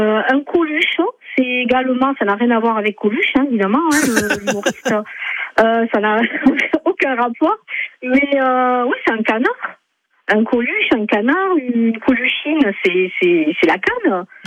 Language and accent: French; Toulouse, Occitanie, France; accent: southern; De Toulouse, du côté de Toulouse.